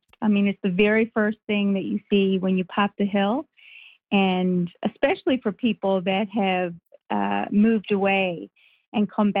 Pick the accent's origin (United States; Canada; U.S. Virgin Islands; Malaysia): Canada; Bonavista, Newfoundland and Labrador; I was a little girl growing up in Bonavista.